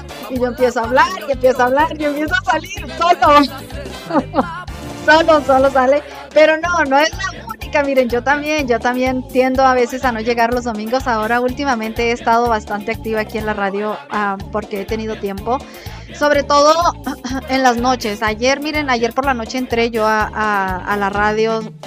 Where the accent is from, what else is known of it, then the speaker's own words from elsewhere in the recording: Chihuahua, Mexico; soy de Chihuahua